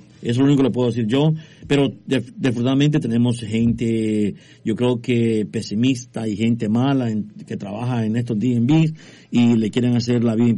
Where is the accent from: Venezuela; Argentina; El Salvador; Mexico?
El Salvador; now in United States; yo siendo salvadoreño